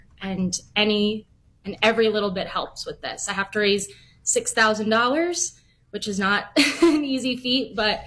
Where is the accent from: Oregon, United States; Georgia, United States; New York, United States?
New York, United States; And being a native New Yorker, I grew up on Long Island.